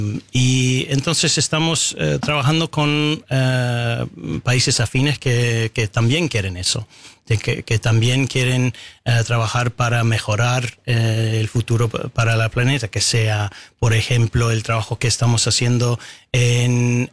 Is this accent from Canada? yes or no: yes; Canada; now in Argentina; Para Canadá es un momento cuando un país como el nuestro